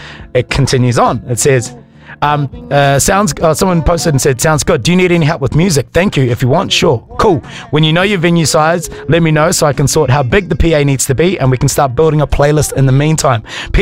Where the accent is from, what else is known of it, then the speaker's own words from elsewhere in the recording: China; now in Auckland, New Zealand; We are both foreigners and have no friends in Auckland for now. Because we love the city, we're from China, we decided to hold a wedding in Auckland and register our marriage.